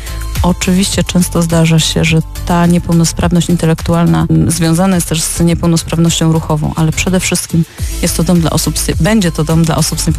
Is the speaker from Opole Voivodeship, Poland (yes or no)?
yes; Opole, Opole Voivodeship, Poland; Bo my jesteśmy z Opola.